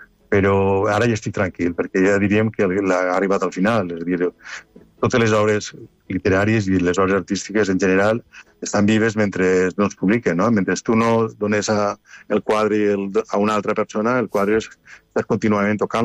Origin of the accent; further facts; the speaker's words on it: Agullent, Valencian Community, Spain; also born or lived in Ontinyent; now in Canals, Spain; Jo sóc d'Agullent, ho sabeu massa bé, visc a Canals i he treballat tota la vida en Ontinyent.